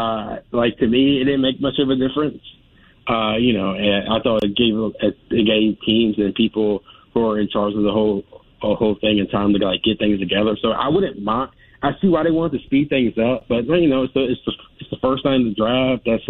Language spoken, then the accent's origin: English; Maryland, United States; I could say Baltimore, you know, just given fact, or, I'm from Maryland